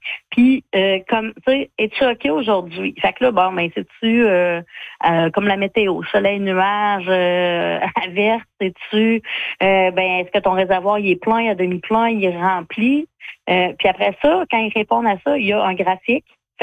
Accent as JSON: {"language": "French", "town": "La Pocatière", "region": "Quebec", "country": "Canada", "said": "Dans le fond, moi, je viens du Bas-Saint-Laurent, la Pocatière, très agricole. Donc, mes grands-parents avaient une ferme. Tout le monde avait des fermes, mes oncles et tout."}